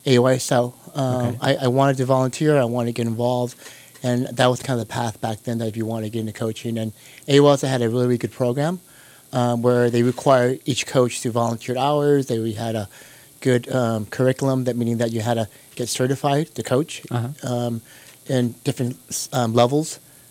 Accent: San Francisco, California, United States; I grew up in San Francisco

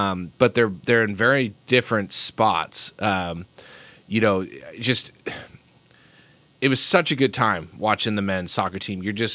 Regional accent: United States; I grew up around soccer. I grew up in America.

